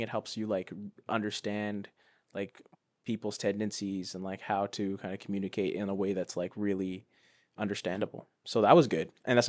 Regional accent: Ghana; I'm from Ghana

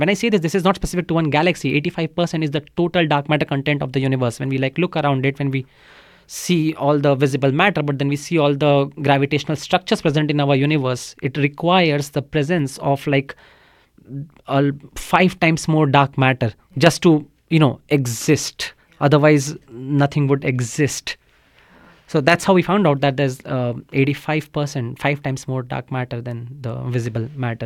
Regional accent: India; Well, my path to astronomy was a bit unconventional, because I grew up in India.

